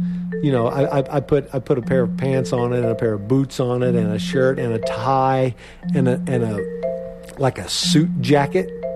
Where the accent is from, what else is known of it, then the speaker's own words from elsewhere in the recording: Tell City, Indiana, United States; my hometown down in Tell City, Indiana.